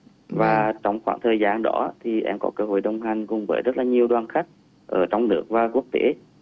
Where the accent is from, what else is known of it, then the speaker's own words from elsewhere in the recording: Quảng Trị, Vietnam; Dạ vâng, đối với các cái đoàn khách ở trong nước và cũng như là quốc tế khi mà đến với Quảng Trị thì em luôn rất là muốn giới thiệu quê hương của mình.